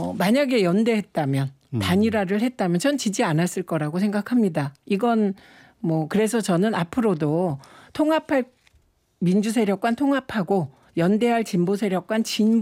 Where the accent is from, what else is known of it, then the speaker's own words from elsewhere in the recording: Gyeongsang, South Korea; 제가 경상도가 고향이라서